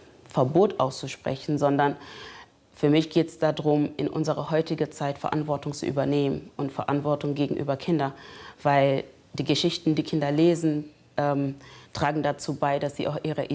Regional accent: Gambia; German is a second language; now in Germany; Ich bin auch nicht hier aufgewachsen. Ich bin in Gambia geboren und aufgewachsen.

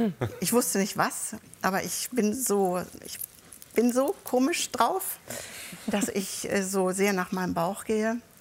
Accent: Northern Germany, Germany; Wir sind ja als Norddeutsche manchmal ein bisschen zurückhaltender.

